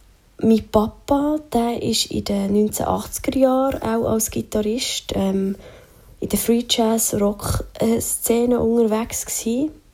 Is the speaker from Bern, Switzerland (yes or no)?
yes; Bern, Switzerland; ich bin eine Berner Musikerin